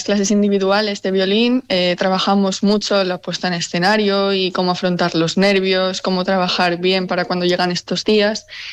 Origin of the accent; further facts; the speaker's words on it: Luanco, Asturias, Spain; la Escuela de Música del Luango, de mi pueblo